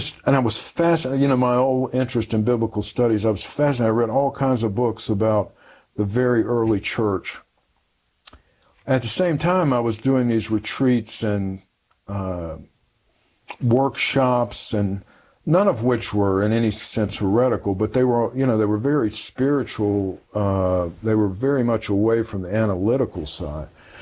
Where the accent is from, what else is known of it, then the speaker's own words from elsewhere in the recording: the South, United States; You know, I grew up in the South.